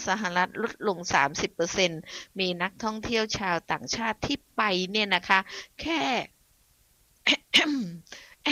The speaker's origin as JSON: {"language": "Thai", "region": "Phuket", "country": "Thailand", "tie": "born or raised there", "said": "บ้านดิฉันเองจังหวัดภูเก็ตดิฉันเนี่ยเป็นคนบ้านนอกเนาะอยู่นอกนะนอกแผ่นดินนะดิฉันมาจากเกาะคุณผู้ฟัง"}